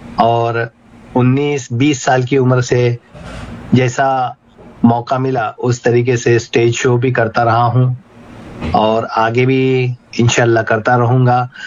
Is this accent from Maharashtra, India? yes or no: yes; Mumbai, Maharashtra, India; मैं मुंबई से हूँ और मैं पुलिस डिपार्टमेंट में हूँ।